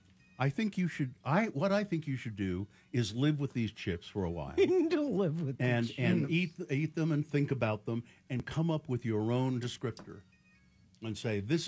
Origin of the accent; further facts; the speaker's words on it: Utah, United States; moved away; People here ask me where I am from because of my accent, and they always seem surprised when I say Utah.